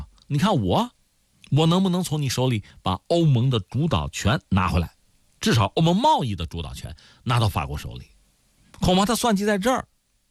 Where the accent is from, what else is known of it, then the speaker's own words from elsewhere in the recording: China; 我中国人